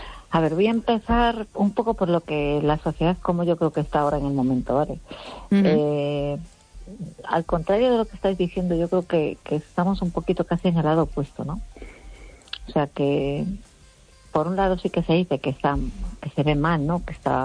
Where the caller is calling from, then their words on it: Ferrol, Galicia, Spain; de Ferrol.